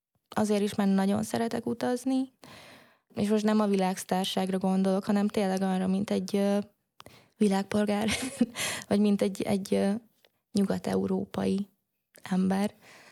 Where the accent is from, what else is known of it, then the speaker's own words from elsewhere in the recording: Hungary; moved away as an adult; now in Tallinn, Estonia; hogyha ott ülök egyedül magyarként